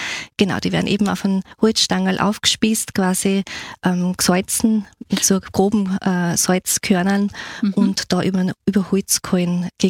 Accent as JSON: {"language": "German", "town": "Altmünster", "region": "Upper Austria", "country": "Austria", "tie": "born or raised there", "also_born_or_lived": "Gmunden / Bad Ischl", "said": "die ersten Lebensjahre bin ich in Gmunden aufgewachsen und nachher und eben in Altmünster am Traunsee. Das ist dort, wo die Kiesekids herkommen. Und die höhere Schule habe ich dann in Bad Ischl gemacht."}